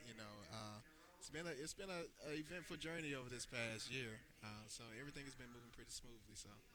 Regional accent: Montgomery, Alabama, United States; I'm actually from Montgomery.

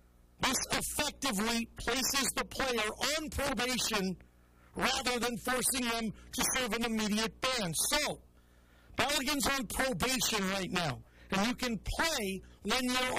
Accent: Seattle, Washington, United States; World Cup in Seattle, my hometown.

